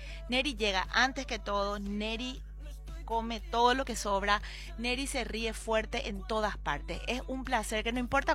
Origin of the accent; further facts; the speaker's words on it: Paraguay; hoy soy paraguaya 100% paraguaya